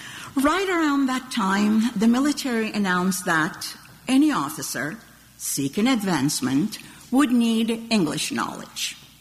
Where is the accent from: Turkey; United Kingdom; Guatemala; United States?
Turkey; when I was growing up in Turkey